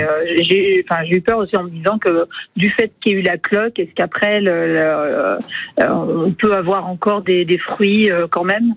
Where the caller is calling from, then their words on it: La Ravoire, Auvergne-Rhône-Alpes, France; J'habite à la Ravoire.